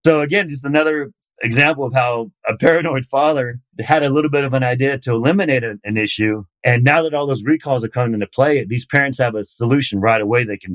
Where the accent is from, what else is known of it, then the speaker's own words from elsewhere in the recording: the South, United States; accent: Southern; when I go down and visit my friends down south, my Southern accent comes back really quick.